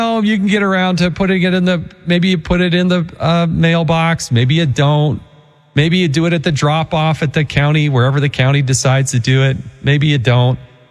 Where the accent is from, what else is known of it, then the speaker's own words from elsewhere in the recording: Utah, United States; my home state of Utah included, Utah does all vote by mail.